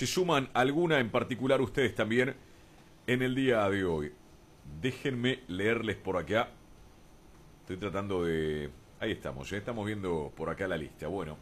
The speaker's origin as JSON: {"language": "Spanish", "country": "Argentina", "said": "Somos mentirosos los argentinos y las argentinas, todos."}